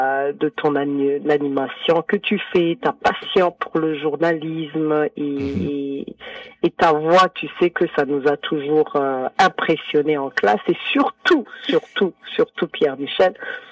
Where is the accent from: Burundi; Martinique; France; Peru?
Burundi; Oui, je viens du Burundi. En Afrique de l'Est.